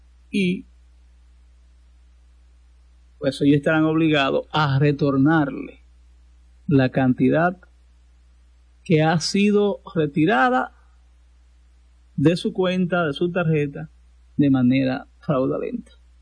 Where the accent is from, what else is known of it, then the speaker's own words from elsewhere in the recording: San Francisco de Macorís, Duarte, Dominican Republic; También el sector 27 de febrero allá en San Francisco de Macorís, en mi pueblo amado